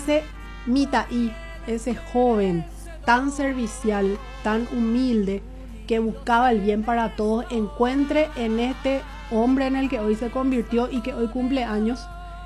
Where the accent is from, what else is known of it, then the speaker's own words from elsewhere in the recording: Coronel Oviedo, Caaguazú, Paraguay; soy una ovetense que quiere el bien para todos los ovetenses.